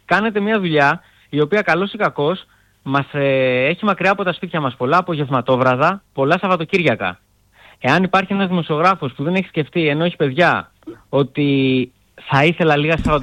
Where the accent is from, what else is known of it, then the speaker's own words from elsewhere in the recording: Athens, Attica, Greece; Και το λέω εγώ που είμαι από την Αθήνα.